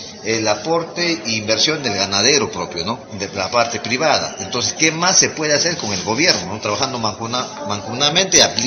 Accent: Huánuco, Peru

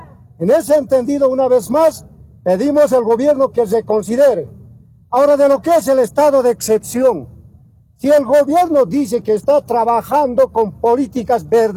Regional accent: Bolivia; nosotros consideramos como bolivianos, como sector campesino

